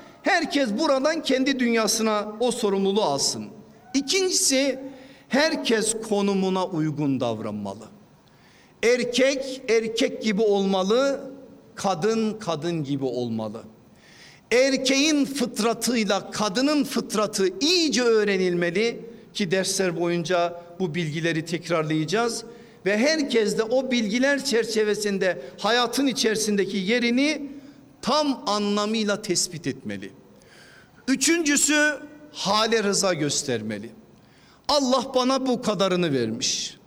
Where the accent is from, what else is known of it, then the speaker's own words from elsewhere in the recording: Erzurum, Turkey; Şimdi ben o evliliğe aman Trakyalıdır ben Erzurumluyum olmaz mı olmaz